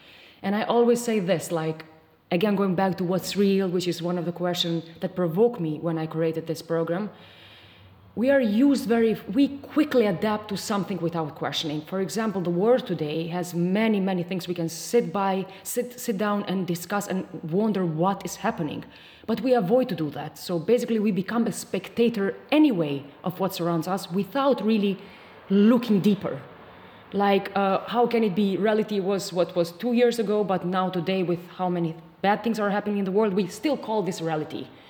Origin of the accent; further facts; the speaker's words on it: Kosovo; I knew that I want to make films in Kosovo, because I'm from Kosovo.